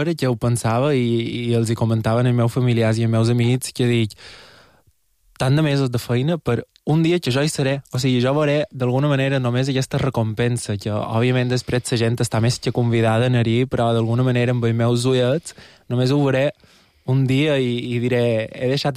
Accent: Porto Colom, Balearic Islands, Spain; Soc de Porto Colom i vaig molt a Saljà

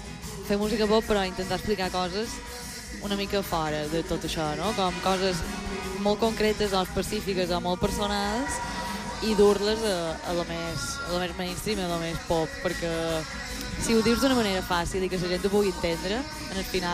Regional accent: Mallorca, Balearic Islands, Spain

